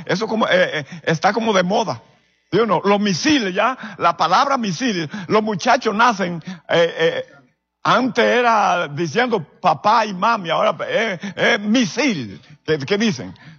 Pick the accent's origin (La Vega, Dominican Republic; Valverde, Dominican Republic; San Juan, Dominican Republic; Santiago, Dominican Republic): Santiago, Dominican Republic; Santiago de los Caballeros; Ahí estoy trabajando en la República, vengo de la República Dominicana, de Santiago de los 30 Caballeros.